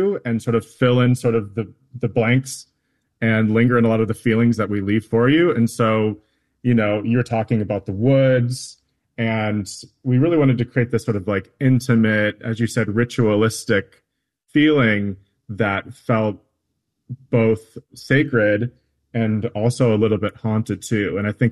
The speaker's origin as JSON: {"language": "English", "town": "Minneapolis", "region": "Minnesota", "country": "United States", "tie": "born or raised there", "said": "reconnect with my Ojibwe identity. And it's my father's side that I have that. And, I didn't grow up in the reservation. I grew up in the Twin Cities."}